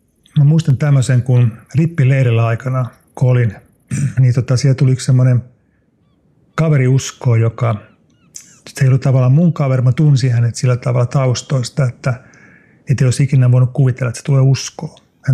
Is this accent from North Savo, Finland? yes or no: no; Helsinki, Uusimaa, Finland; born there; Joo, mä oon syntynyt Helsingissä. Meidän perhe asui täällä Vallilassa, kun mä synnyin